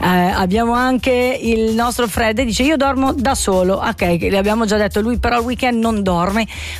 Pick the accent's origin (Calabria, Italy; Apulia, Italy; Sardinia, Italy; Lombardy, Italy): Calabria, Italy; io sono un calabrese, vorrei mica trattarle male le donne